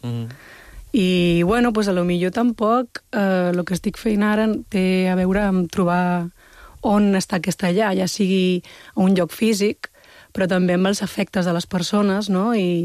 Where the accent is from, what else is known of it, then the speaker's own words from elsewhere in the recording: Balearic Islands, Spain; born there; Doncs jo he fet un acrònim que es diu guiriyorquina, que som aquestes persones que som fills de guiris nascuts a les illes, no?